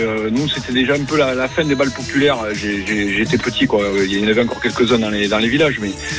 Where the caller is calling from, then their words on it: Nouvelle-Aquitaine, France; À côté de Périgueux, en Dordogne.